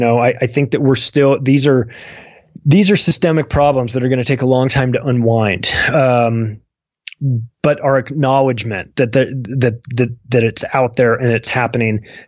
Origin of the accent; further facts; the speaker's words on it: United States; I'm an American. I love America.